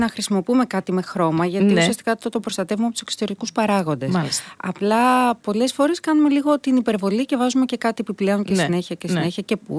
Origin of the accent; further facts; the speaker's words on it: Greece; είμαι Ελληνίδα μάνα